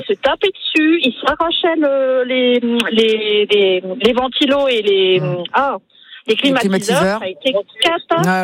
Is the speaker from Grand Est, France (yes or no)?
yes; Wittenheim, Grand Est, France; Alors, je suis, on est de Wittenheim, mais on est sur la route pour partir en vacances une semaine.